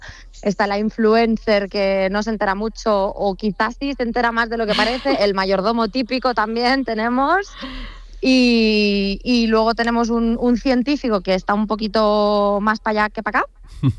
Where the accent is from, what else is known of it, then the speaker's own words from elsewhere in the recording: Baza, Andalusia, Spain; born there; Yo nací en Granada, en Baza.